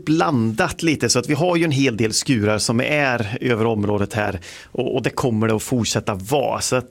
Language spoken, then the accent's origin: Swedish; Västra Götaland County, Sweden; Jag kommer från Skaraborg.